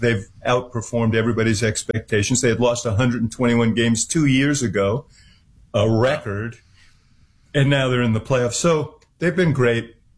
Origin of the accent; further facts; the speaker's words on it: New York, United States; now in Chicago, United States; I love them both. I'm from New York originally, so I don't have the tribal loyalties that Chicagoans have.